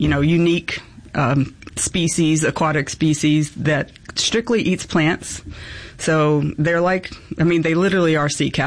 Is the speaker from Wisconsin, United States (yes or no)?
no; Potts Camp, Mississippi, United States; Well, I'm from Potts Camp, Mississippi, which some people may be familiar with. It's pretty small, northern, very far away from the ocean location.